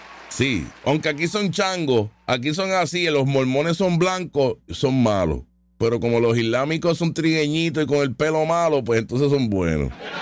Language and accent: Spanish; Puerto Rico; Al boricua lo tratan muy bien en todos sus países. Y tiene que ver porque somos americanos.